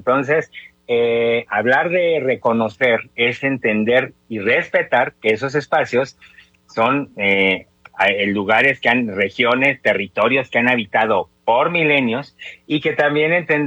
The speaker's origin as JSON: {"language": "Spanish", "country": "Mexico", "said": "Estos 68 grupos indígenas que habitan nuestro territorio o el territorio de México"}